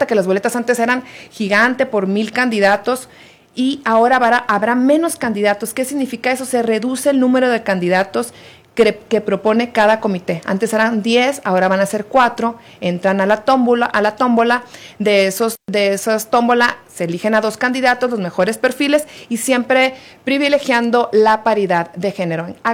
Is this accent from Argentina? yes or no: no; Hermosillo, Sonora, Mexico; y también muchos medios de comunicación, de donde soy yo, de Hermosillo, son muy mentirosos y malinforman.